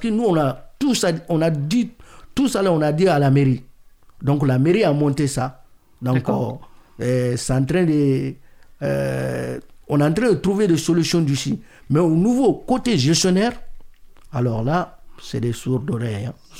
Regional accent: Mali; lui les Mauritaniens, lui les Sénégalais, moi je suis malien.

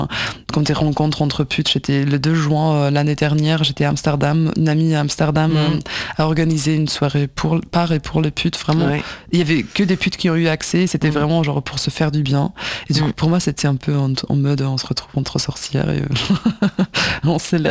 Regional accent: Germany; French is a second language; Je suis allemande, hein.

